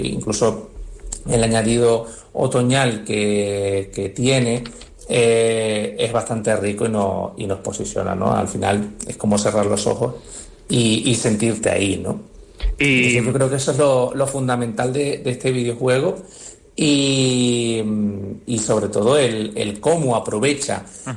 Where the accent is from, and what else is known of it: Canary Islands, Spain